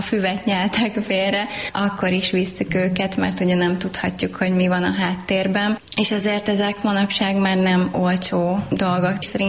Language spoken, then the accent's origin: Hungarian; Balatonlelle, Somogy, Hungary; Én Balatonlelléről származom, illetve ott nőttem fel.